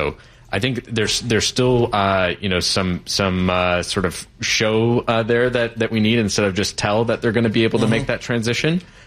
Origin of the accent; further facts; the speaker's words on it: Michigan, United States; moved away as an adult; also born or lived in London; I grew up in Michigan.